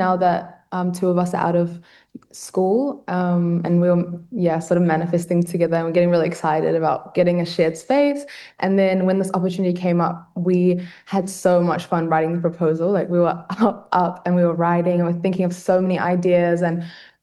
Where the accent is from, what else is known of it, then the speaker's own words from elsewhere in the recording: Auckland, New Zealand; born there; I'm English on my dad's side. I use they, them pronouns, and I'm an artist who was born in Tamaki Makaurau